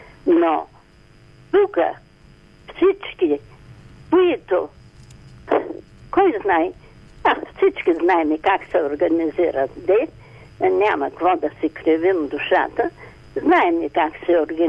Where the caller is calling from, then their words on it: Ruse, Ruse Province, Bulgaria; Госпожо Добрева